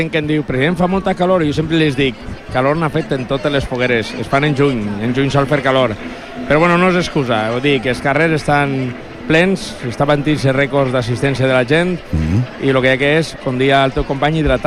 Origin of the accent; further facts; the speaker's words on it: Finestrat, Valencian Community, Spain; also born or lived in Alicante; Ja sabeu que sóc de Finestrat, però el que no sap la gent és que jo soc nascut a Alacant